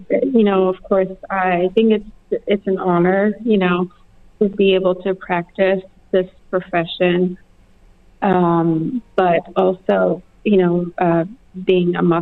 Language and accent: English; Canada; now in United States; I moved from New Jersey about 2 years ago down here to the Prosper area.